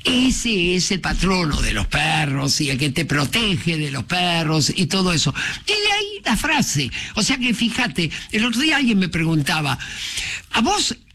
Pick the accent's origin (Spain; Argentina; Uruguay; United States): Argentina; Barracas, Buenos Aires Province; born there; Mira, yo nací en Barracas, ¿no?